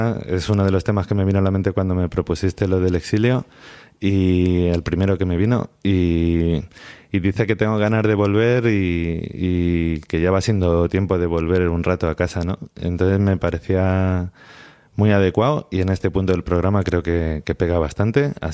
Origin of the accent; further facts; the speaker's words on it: Tomelloso, Castilla-La Mancha, Spain; Antes he dicho que vengo de La Mancha. Mi pueblo, el que considero mi pueblo, que también está en varios, pero en donde me crié, se llama Tomelloso, en Ciudad Real.